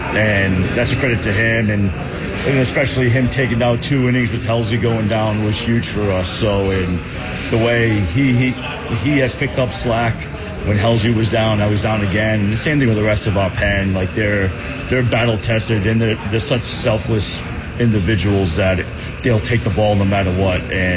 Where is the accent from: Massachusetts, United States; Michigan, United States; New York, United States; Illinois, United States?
Massachusetts, United States; Fall River; We're growing up in Fall River, we have the USS Massachusetts, this old battleship